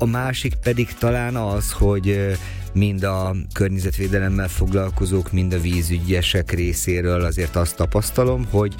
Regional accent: Szeged, Csongrád-Csanád, Hungary; Szegediként Tisza forrásához eljutni nyilván egy óriási dolog

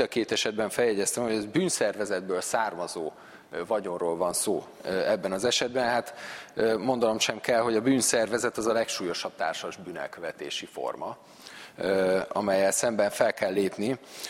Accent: Eger, Heves, Hungary; Én egri vagyok

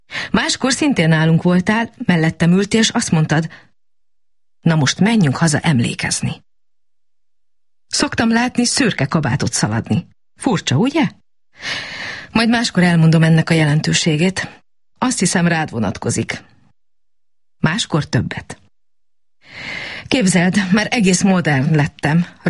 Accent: Dej, Cluj County, Romania; Egy másik eset a szülővárosomban, Désen játszódott le.

